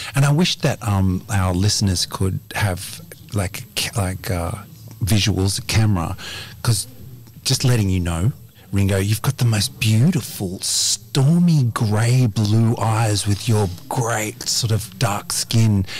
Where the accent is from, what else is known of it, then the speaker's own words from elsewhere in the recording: Botany, New South Wales, Australia; I grew up in Botany. I often talk about my experience with mob, like growing up Maori in Botany